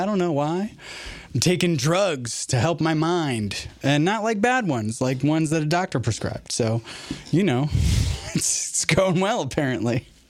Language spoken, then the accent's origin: English; United States; I'm incredibly American